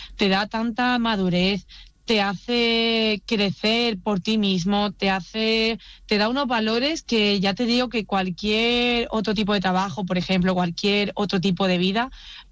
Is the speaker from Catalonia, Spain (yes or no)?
no; Huelva, Andalusia, Spain; moved away; cuando bajé a mi tierra, a Huelva, y lo pude disfrutar con mi familia